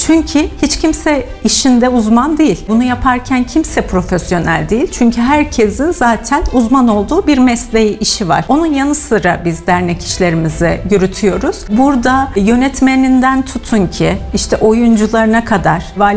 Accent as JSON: {"language": "Turkish", "region": "Kayseri", "country": "Turkey", "said": "Kayserliyim."}